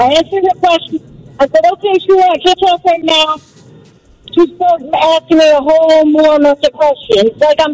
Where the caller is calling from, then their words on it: Lakewood, New Jersey, United States; I'm calling from Lakewood, New Jersey.